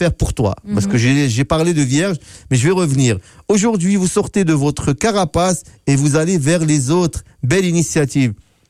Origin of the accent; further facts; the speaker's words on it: Algeria; now in Manitoba, Canada; moi je l'ai remarqué ici au Manitoba, par exemple, chez nous, là d'où je viens en Algérie, aux abords de la Méditerranée